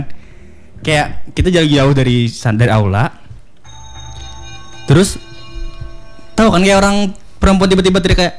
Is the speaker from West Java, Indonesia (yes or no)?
no; Banjar, South Kalimantan, Indonesia; Dan kebetulan kan aku orang Banjar ya